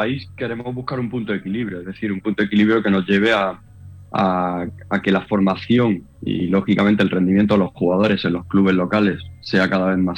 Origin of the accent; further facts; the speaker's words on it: Spain; moved away as an adult; now in Honduras; en mi país se sorprendió mucha gente de que acabara en un país humilde, más modesto, después de mi trayectoria de más de 6 años en la Federación Española de Fútbol